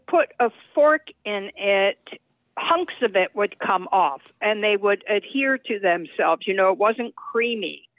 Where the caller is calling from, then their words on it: Ann Arbor, Michigan, United States; also born or lived in Los Angeles; Hey there … I'm calling from Ann Arbor, Michigan.